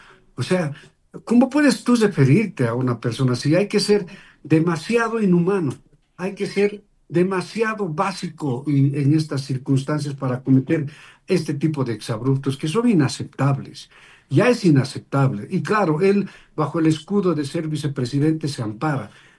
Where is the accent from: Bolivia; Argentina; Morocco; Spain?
Bolivia; Y eso es lo que nosotros como bolivianos que tenemos que comenzar a liberarnos de este tipo de políticos inhumanos